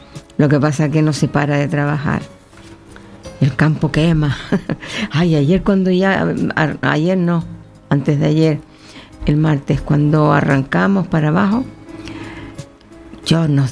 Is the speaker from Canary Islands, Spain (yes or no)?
yes; Canary Islands, Spain; como estamos en Canarias también